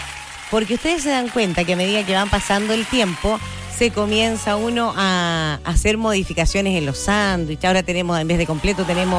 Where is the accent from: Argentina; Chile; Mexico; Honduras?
Chile; los chilenos somos buenos para inventar cosas